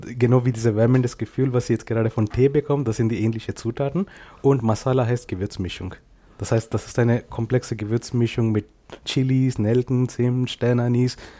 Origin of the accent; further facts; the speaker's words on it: India; first language Kannada; German is a second language; Meine Muttersprache heißt Kanada, genau wie das Land Kanada. Aha. Eigentlich, lustigerweise. Aber das ist einer der mehr offiziellen Sprachen in Indien.